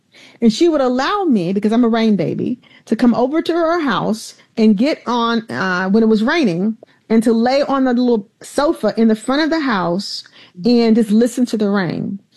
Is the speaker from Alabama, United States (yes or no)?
yes; Alabama, United States; when I was a little girl, like I said, growing up in the South in Alabama